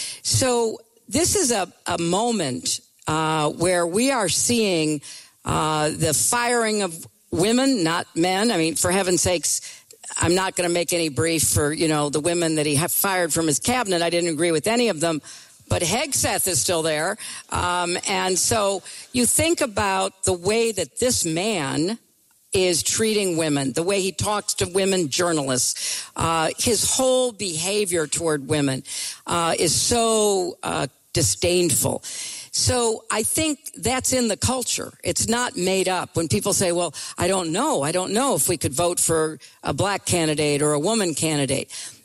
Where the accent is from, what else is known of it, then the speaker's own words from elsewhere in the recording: New York, United States; But I'm not a Mainer. I'm a New Yorker.